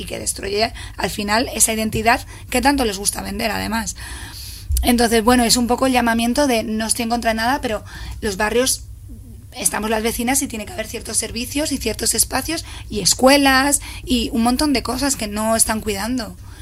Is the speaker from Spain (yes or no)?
yes; Madrid, Community of Madrid, Spain; yo soy de Lavapiés, mi abuela migró de Jaén a Lavapiés, mi madre nació en una corrala y soy muy feliz en mi barrio